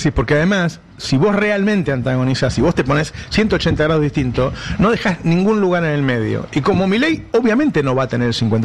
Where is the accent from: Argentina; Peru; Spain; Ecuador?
Argentina; tenemos un círculo rojo en Argentina que nos ha convertido en una colonia en Estados Unidos.